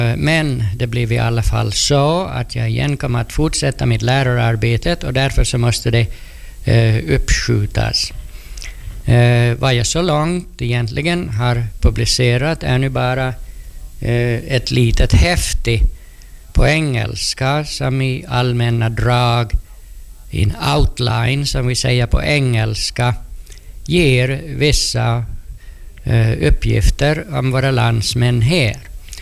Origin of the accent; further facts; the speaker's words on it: Purmo, Ostrobothnia, Finland; moved away; det var något som jag fick lära mig som pojke i Purmo.